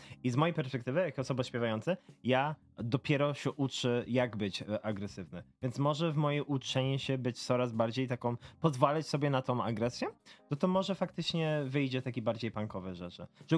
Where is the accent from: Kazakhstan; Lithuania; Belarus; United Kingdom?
United Kingdom; England; moved away; bo ja się wychowałem w Anglii